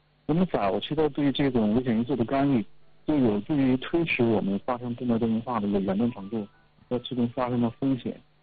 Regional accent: Jilin, China; 对于咱们东北人、吉林人来说，比如说口味会很重，盐就吃的比较多

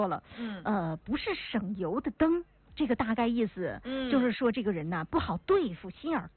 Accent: Northeast China, China; 咱们东北话、东北的词儿

